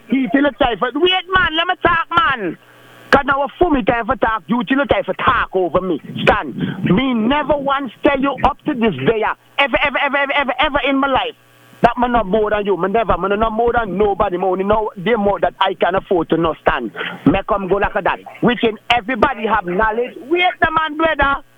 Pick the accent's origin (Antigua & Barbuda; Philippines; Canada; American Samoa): Antigua & Barbuda; growing up as Rastafari, we know them someday long time. But growing up in Antigua